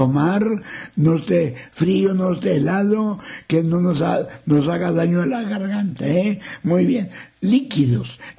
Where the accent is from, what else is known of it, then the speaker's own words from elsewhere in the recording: San Fernando, Tamaulipas, Mexico; now in Bossier City, United States; venía, soy de San Fernando, Tamaulipas, pero vivo en Brossier City, Luisiana.